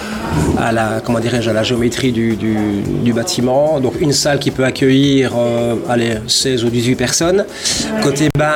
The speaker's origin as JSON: {"language": "French", "town": "Liège", "region": "Wallonia", "country": "Belgium", "tie": "born or raised there", "moved": "as an adult", "lives_now": "Theux, Belgium", "said": "En fait, on est tous les deux originaires de la ville de Liège"}